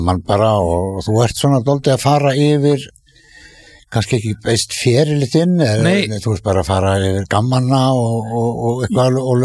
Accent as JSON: {"language": "Icelandic", "town": "Hrísey", "region": "Northeastern Region", "country": "Iceland", "said": "við erum báðir Hrýseingar"}